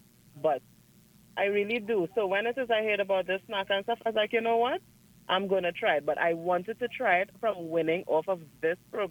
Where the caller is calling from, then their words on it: Maraval, Diego Martin, Trinidad & Tobago; I'm from Maraval.